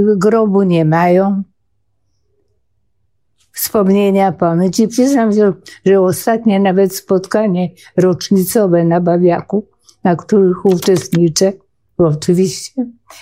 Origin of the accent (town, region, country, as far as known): Masovian Voivodeship, Poland; born or raised there